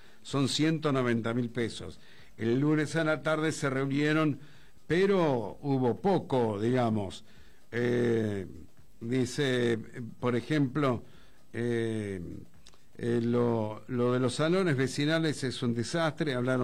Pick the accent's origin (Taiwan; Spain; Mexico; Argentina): Argentina; Me duele como argentino decirlo.